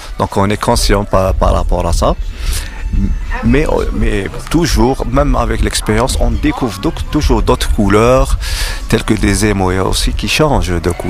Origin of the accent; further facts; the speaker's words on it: Algiers, Algiers Province, Algeria; je suis d'Alger, je représente l'Algérie.